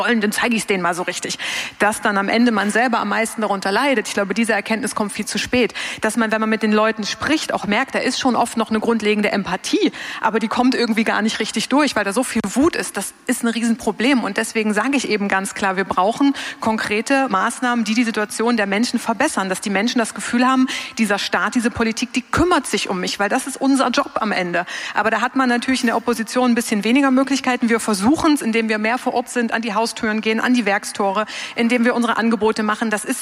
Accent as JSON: {"language": "German", "region": "Saxony-Anhalt", "country": "Germany", "tie": "born or raised there", "said": "wenn es um Sachsen-Anhalt geht, weil das meine Heimat ist. Ich bin da geboren, ich bin da aufgewachsen"}